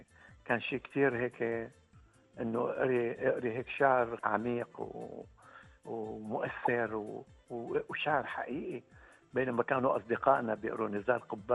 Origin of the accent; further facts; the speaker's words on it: Latakia, Latakia Governorate, Syria; طبعا مدينتي اللاذقية مدينة أنا يعني ممكن بقول انصلبت عليها وانتميت لها